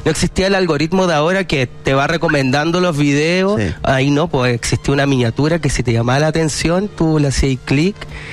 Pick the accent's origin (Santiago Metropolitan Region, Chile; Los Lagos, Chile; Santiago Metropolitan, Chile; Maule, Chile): Maule, Chile; Curicó; Soy de Curicó.